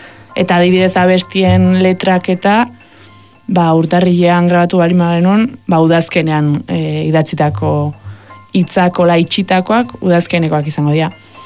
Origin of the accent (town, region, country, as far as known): Lizartza, Basque Country, Spain; accent: Lizartza Basque